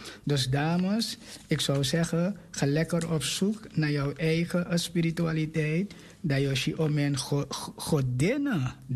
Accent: Suriname; Want we komen uit Suriname, dus voor ons, we zijn een Surinamer.

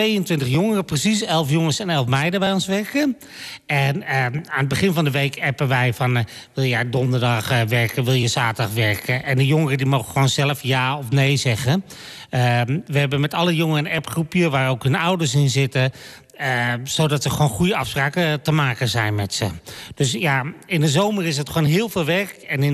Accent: Lelystad, Flevoland, Netherlands; En ik ben geboren en getogen hier in Lelystad.

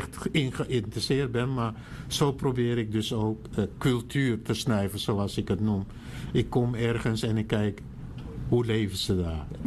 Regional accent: Suriname; now in Netherlands; ik ben een Surinamer, maar de dag dat ik hier dus gekomen ben, 20 januari 1971

